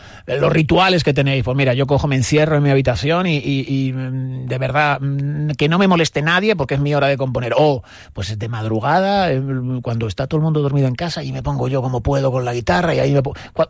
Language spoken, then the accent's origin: Spanish; Palencia, Castile and León, Spain; yo soy de Palencia. O sea, ahí en el Secarral castellano tan precioso. Pero mi abuelo era sevillano.